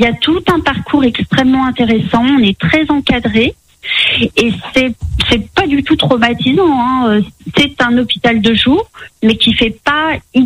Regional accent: Reims, Grand Est, France; Moi, je suis de Reims.

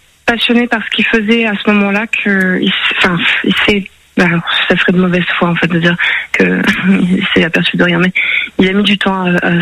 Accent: Hauts-de-France, France; Donc c'est des montagnes de charbon dans le Nord-Pas-de-Calais. Moi, je viens du Nord-Pas-de-Calais.

